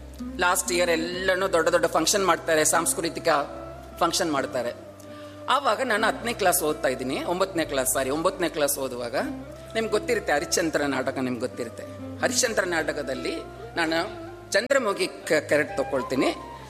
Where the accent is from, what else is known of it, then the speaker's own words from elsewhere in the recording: Tamil Nadu, India; Kannada is a second language; ನಮ್ಮ ಚೆನ್ನೈ ಪಕ್ಕದಲ್ಲಿ ಇದೆ